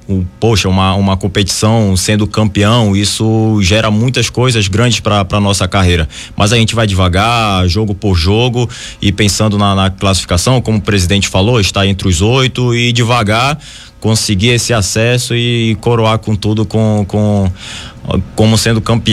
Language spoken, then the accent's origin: Portuguese; Belém, Pará, Brazil; moved away as an adult; now in Farroupilha, Brazil; Eu sou natural de Belém do Pará, lá do norte.